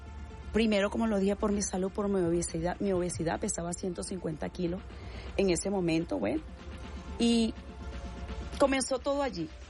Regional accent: Barquisimeto, Lara, Venezuela; moved away as an adult; now in Caracas, Venezuela; Y me vine de Barquisimeto porque mi esposo está acá.

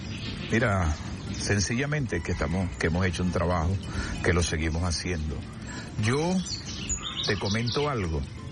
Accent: Guayabal, Guárico, Venezuela; Yo vengo de Guayabal, la tierra de los maizales.

